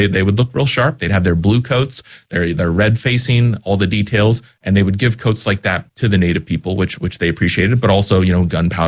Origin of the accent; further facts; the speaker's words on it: Dillsboro, Indiana, United States; when I actually took her to Dillsboro a few years later, she was like, this is not Cincinnati. but it's a wonderful place that I grew up